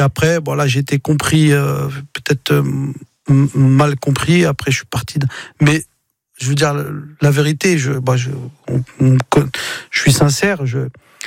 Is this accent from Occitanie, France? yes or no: no; Mantes-la-Jolie, Île-de-France, France; Et tu te dis, voilà, je viens de Mantes-la-Jolie, d'un milieu ouvrier.